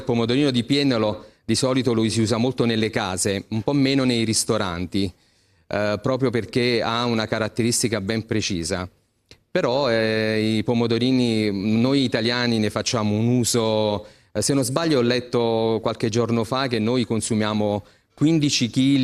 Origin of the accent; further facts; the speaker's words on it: Forio, Campania, Italy; Io lo faccio alla Foriana, perché sono di Forio